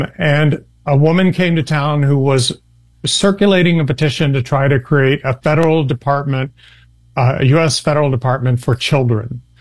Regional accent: Henderson, Kentucky, United States; I grew up in Henderson, Kentucky.

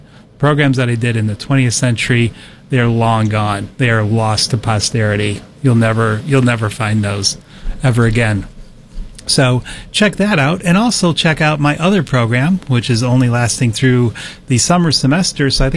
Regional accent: Cleveland, Ohio, United States; accent: Cleveland; with my Cleveland accent

